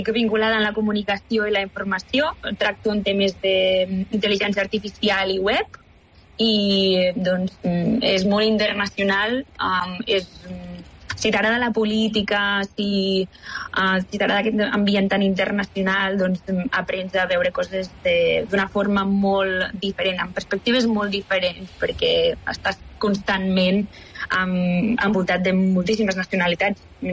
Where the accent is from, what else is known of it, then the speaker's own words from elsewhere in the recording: Artesa de Segre, Catalonia, Spain; moved away as an adult; also born or lived in Bulgaria; now in Brussels, Belgium; Soc originàriament de Bulgària, però vaig créixer a Artes a Destegre